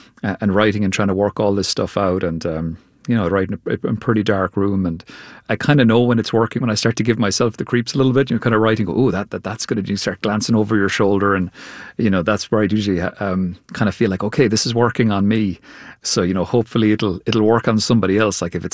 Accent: Cork, Munster, Ireland; so I'm from Cork, which is in the southwest of Ireland. So it's a lovely place. It's beautiful, and it's very quiet, and there's a nice, slow, peaceful quality of life there.

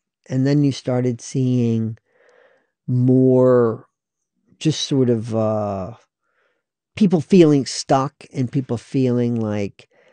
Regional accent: North Carolina, United States; also born or lived in Western New York; Because I am an outsider, but I grew up in North Carolina, but my family moved from Western New York State when I was in second grade.

